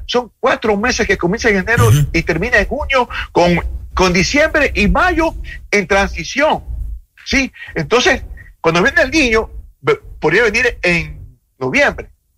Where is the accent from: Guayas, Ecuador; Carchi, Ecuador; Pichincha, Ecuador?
Guayas, Ecuador; Guayaquil; yo soy de Guayaquil, vivo en Guayaquil, y en 1970 yo vivía en La Chala